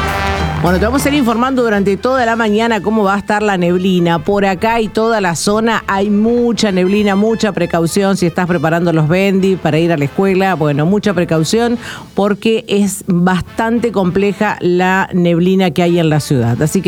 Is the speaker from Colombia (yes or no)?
no; Argentina